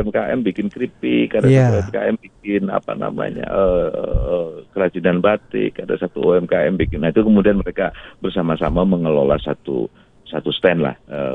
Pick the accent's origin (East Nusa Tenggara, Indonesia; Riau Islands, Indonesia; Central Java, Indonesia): Central Java, Indonesia; Dieng; kalau kami orang Dieng